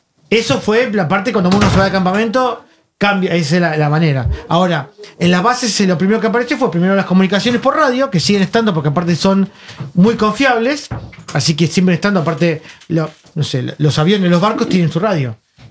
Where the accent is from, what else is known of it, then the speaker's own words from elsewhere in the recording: Buenos Aires, Argentina; La UTN, en la Facultad Regional de Buenos Aires. Porque soy de Buenos Aires.